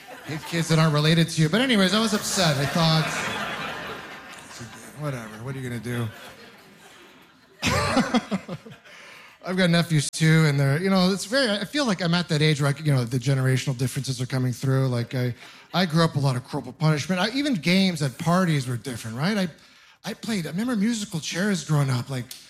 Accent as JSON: {"language": "English", "region": "Ontario", "country": "Canada", "said": "I'm originally from Ontario."}